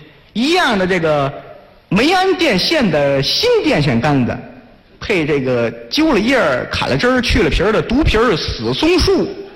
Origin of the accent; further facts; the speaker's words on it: Tangshan, Hebei, China; 唐山呢。